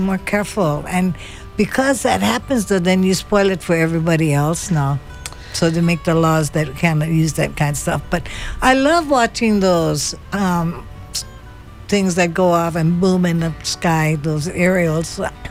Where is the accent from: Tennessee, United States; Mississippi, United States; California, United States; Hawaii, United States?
Hawaii, United States; we're Hawaiian. We're a Hawaiian nation.